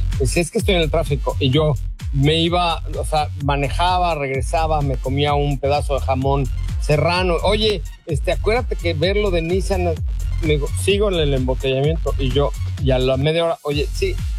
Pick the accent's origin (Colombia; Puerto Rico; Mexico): Mexico